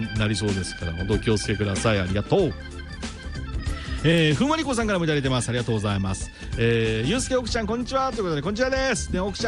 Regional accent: Kaminokawa, Tochigi, Japan; 地元の栃木の上の川のね

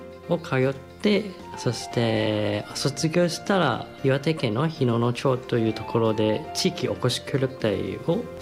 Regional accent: Hong Kong; Japanese is a second language; now in Japan; 出身地は香港です。

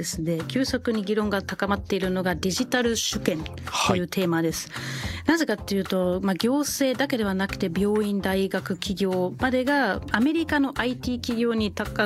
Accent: Schleswig-Holstein, Germany; Japanese is a second language; はい、一部では実は進んでるんです。でそれが私の地元だったりするんですけど、

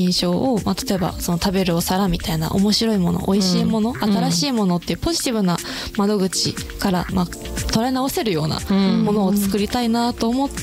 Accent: Yokohama, Kanagawa, Japan; 私あの横浜が出身なので、うん、あの中高ずっと横浜にいたんですけど

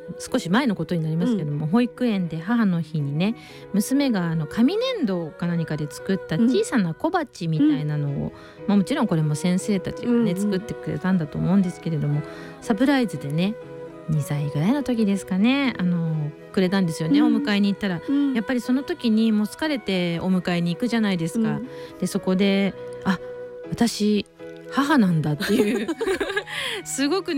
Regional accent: Setagaya, Tokyo, Japan; 世田谷生まれ世田谷育ち、中学校3年生の女の子のママです。

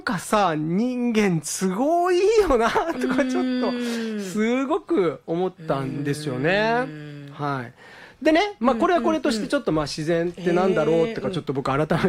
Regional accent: Yame, Fukuoka, Japan; これが八女に。で僕はそこで育ったんですよ。

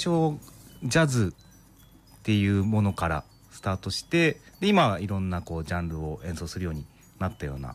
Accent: Ibaraki, Japan; born there; 私は茨城県で生まれました。

